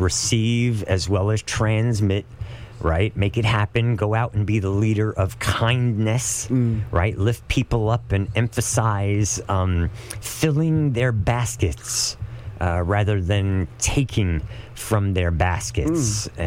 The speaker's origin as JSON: {"language": "English", "town": "New York City", "region": "New York", "country": "United States", "tie": "born or raised there", "said": "I know growing up in New York City, there were over 30 humans in my age range"}